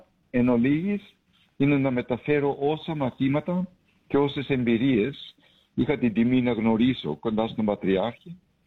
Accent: Sydney, New South Wales, Australia; moved away as an adult; also born or lived in Adelaide / Athens / Oxford; Γεννήθηκα στην Αδελαΐδα. Εκεί πρώτο υπηρέτησε σαν κληρικός ο πατέρας μου. Και όταν ήμουν 5 ετών μετακομίσαμε στο Σίδνη, όπου μεταφέρθηκε ο πατέρας μου

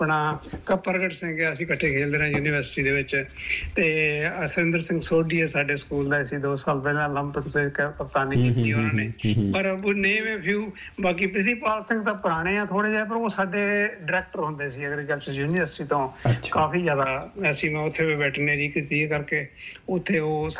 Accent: Jalandhar, Punjab, India; ਮੈਂ ਓਬਵੀਅਸਲੀ ਜਲੰਧਰ ਤੋਂ ਹਾਂ, ਪੰਜਾਬ ਸਾਡਾ ਪਿੰਡ ਹੈ ਸੰਸਾਰਪੁਰ ਦੇ ਨਾਲ ਹੀ

